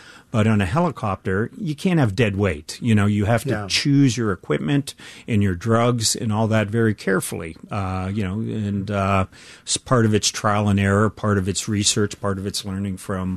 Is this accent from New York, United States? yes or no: no; Steubenville, Ohio, United States; where I grew up in Steubenville, Ohio